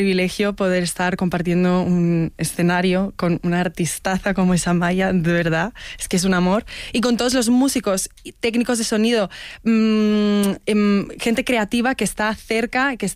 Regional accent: Fortaleza, Ceará, Brazil; now in Barcelona, Spain; Yo del nordeste, soy de Fortaleza.

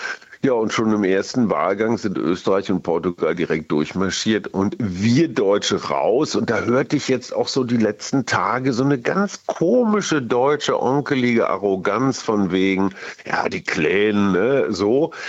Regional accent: Germany; Wir fühlen uns ja schon auch ganz schön dufte als Deutsche.

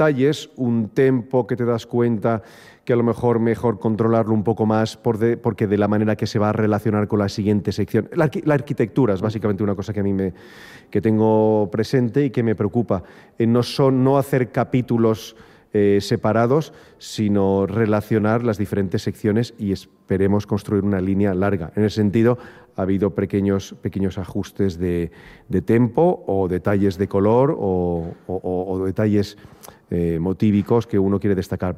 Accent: Spain

